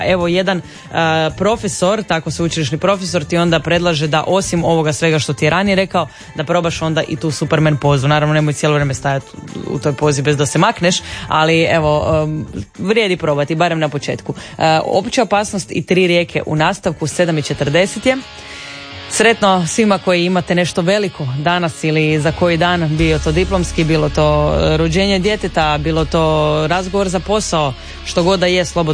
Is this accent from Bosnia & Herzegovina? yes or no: no; Croatia; Ali nisam ni sumnjala da ćemo mi kao Hrvati krenuti u tom smjeru